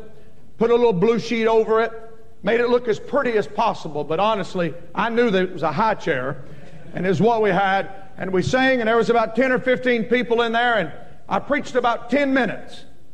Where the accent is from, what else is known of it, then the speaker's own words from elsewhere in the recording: the South, United States; moved away; It's, again, a joy to be able to be in the South. I'm from the South. I left the South 26 years ago.